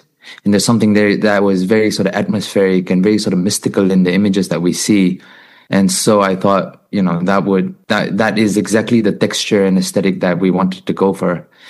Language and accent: English; Nagaland, India; I am from India, from the northeastern part of India, a small state and an indigenous region called Nagaland.